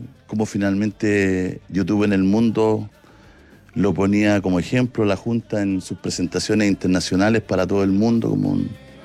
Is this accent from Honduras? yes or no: no; Hualpén, Biobío, Chile; moved away; Yo nací en una población, en Hualpencillo, que hoy día es Hualpén